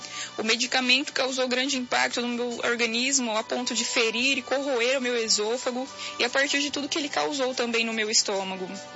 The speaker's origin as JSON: {"language": "Portuguese", "town": "Lençóis Paulista", "region": "São Paulo", "country": "Brazil", "said": "Paz do Senhor, irmãos … tenho 28 anos, cidade de Lençóis Paulista, São Paulo, e sou da Igreja Pentecostal Deus de Amor desde o meu nascimento."}